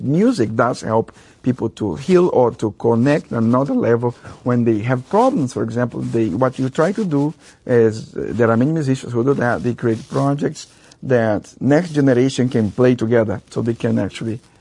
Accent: Belém, Pará, Brazil; moved away; So I come from the Amazon region of Brazil, and a place called Belém.

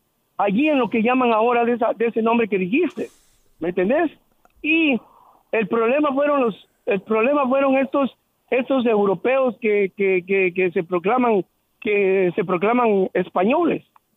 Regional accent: Guatemala; born there; yo orgullosamente nací en la tierra del Quetzal.

